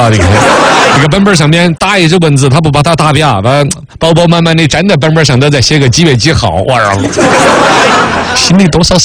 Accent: China; 我们中国人

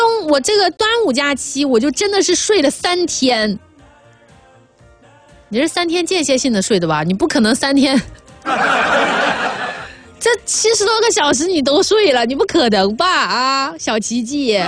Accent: Sichuan, China; 我们四川话说的哈

